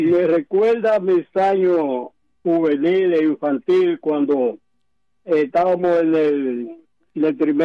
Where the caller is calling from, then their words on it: Dominican Republic; soy dominicano.